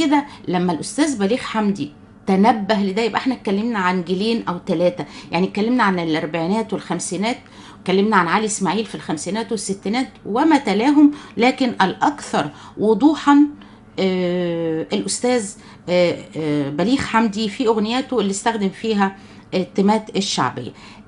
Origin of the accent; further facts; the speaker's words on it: Egypt; لكن عندنا في مصر